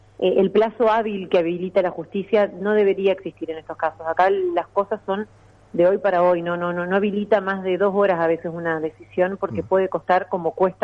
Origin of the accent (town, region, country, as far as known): Argentina; now in Paraná, Argentina